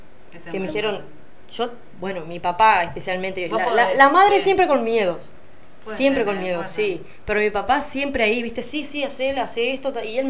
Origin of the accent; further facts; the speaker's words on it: Piedras Blancas, Entre Ríos, Argentina; mi pueblo, de Piedras Blancas